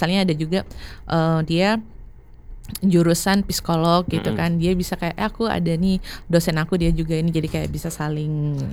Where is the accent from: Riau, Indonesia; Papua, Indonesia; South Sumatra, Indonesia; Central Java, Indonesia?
South Sumatra, Indonesia; Palembang; moved away; Betul, karena aku orang Palembang gitu kan. Karena aku pindah.